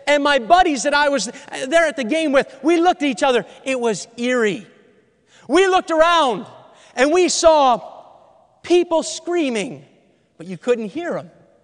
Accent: New England, United States; also born or lived in New York / Maine / New Hampshire; Before I moved to Ohio, I grew up in New England. I love New England. I live in Ohio now, but I love growing up in New England. I was born in New York.

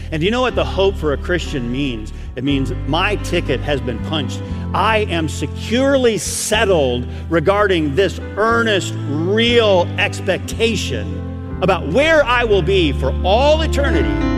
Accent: Michigan, United States; I'm a Michigander. I grew up in Michigan.

